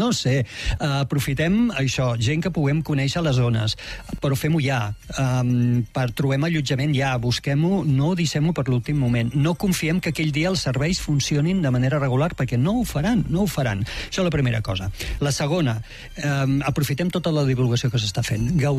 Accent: Tarragona, Catalonia, Spain; Tarragona, al qual estic assessorant, la meva ciutat natal, no?

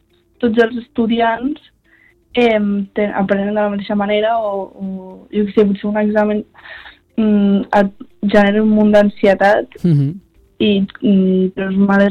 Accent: Sarral, Catalonia, Spain; No, jo soc de Sarral.

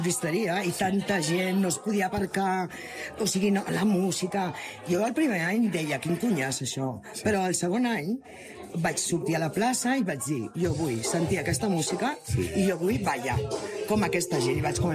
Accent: Catalonia, Spain; moved away as an adult; now in Riaza, Spain; Pues mira, t'ho diré en català, perquè sóc catalana.

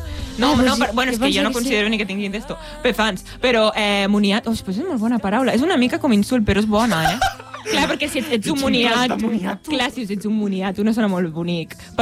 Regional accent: Catalonia, Spain; jo soc del poble del costat.

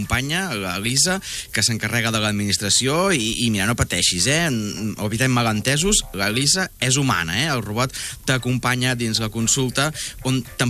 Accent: Arenys de Munt, Catalonia, Spain; born there; now in Calella, Spain; 44 anys, casat, pare d'una nena de 6 anys, sóc nascut a Arenys de Munt, visc a Calella

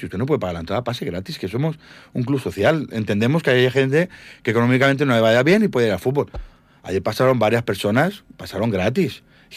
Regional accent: Calafell, Catalonia, Spain; Pero es que yo soy de Calafell de toda la vida.

